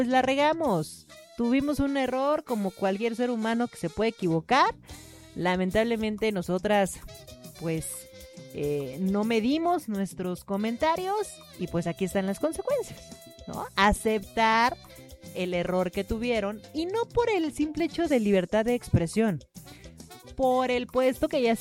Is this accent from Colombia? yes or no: no; Mexico; para nosotros como mexicanos